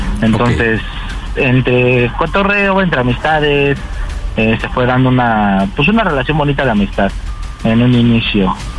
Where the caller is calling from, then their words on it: Iztapalapa, Mexico City, Mexico; tengo 31 años y soy de Iztapalapa.